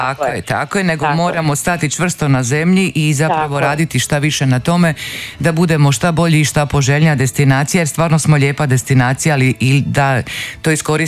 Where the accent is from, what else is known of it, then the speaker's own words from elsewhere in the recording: Croatia; kod nas u Hrvatskoj.